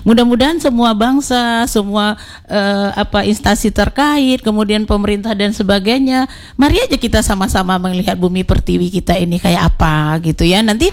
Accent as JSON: {"language": "Indonesian", "region": "West Sumatra", "country": "Indonesia", "moved": "yes", "lives_now": "Bangka Belitung, Indonesia", "said": "Karena memang saya bukan orang Bangka Belitung Pak. Saya adalah orang Sumatera Barat. Tapi munculnya di Bangka Belitung."}